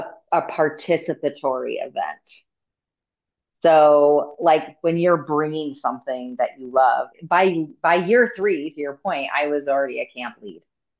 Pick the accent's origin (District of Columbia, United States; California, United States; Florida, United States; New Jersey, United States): California, United States; Bay Area; moved away as an adult; now in Southern California, United States; I'm actually from the Bay Area. I just live in Southern California now because of life circumstances brought me here. But I'm from, like I said, the Northern California. So I lived up there until 2019, and then I moved here.